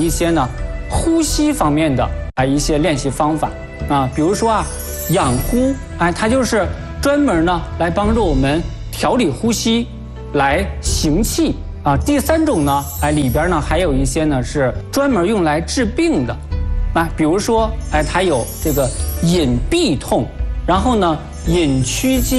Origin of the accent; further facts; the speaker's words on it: China; 我们中国人